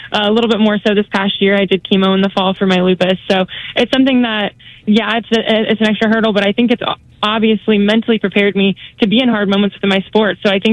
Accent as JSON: {"language": "English", "town": "Cleveland", "region": "Ohio", "country": "United States", "tie": "born or raised there", "said": "You know, I grew up in Cleveland, Ohio, where we had the Akron Racers an hour from my house."}